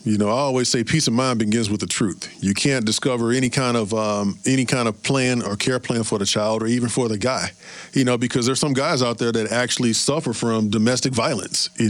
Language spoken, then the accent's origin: English; St. Louis, Missouri, United States; I grew up in Walnut Park, born and raised